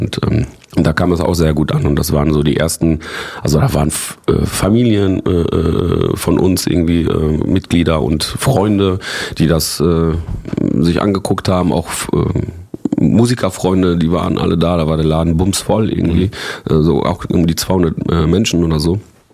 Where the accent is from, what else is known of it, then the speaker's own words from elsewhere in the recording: Recklinghausen, North Rhine-Westphalia, Germany; beim Kinderjugendparlament in Recklinghausen, also in meiner Heimatstadt, wo ich jetzt zu der Zeit weiterhin, also wo ich halt immer noch lebe